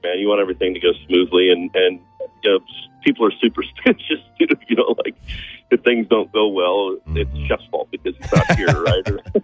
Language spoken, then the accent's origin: English; Missouri, United States; She and I are both born and raised in Missouri